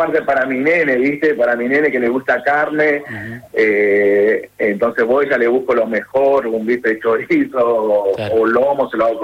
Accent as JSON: {"language": "Spanish", "town": "Rafael Calzada", "region": "Buenos Aires Province", "country": "Argentina", "said": "De zona sur, Almirante Brón, Rafael Calzada."}